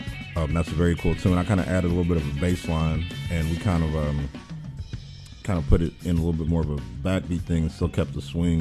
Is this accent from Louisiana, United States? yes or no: no; Memphis, Tennessee, United States; I grew up playing music around Memphis.